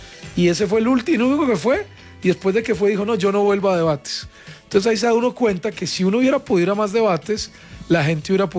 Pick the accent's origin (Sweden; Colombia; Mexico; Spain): Colombia; Riosucio, Caldas; Yo voto en Manizales, yo soy de allá, de Sarrión, soy caldense.